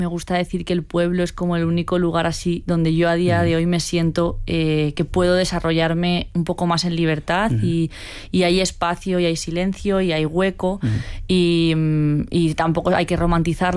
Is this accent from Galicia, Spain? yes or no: no; Castilla-La Mancha, Spain; Es un pueblo, de, sí, que pertenece a Cuenca, pero no está en la serranía, sino que está en la Mancha Baja.